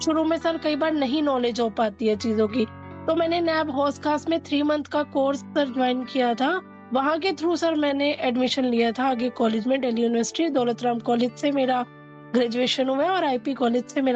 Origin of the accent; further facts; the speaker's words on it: Rohtak, Haryana, India; now in Gwalior, India; मैं हरियाणा रोहतक से बिलोंग करती हूँ